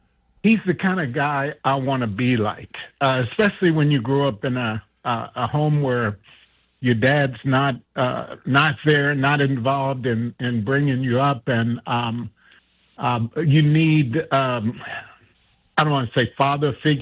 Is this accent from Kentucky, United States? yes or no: yes; Lexington, Kentucky, United States; Was a very special man to a lot of us growing up, young guys growing up in Lexington.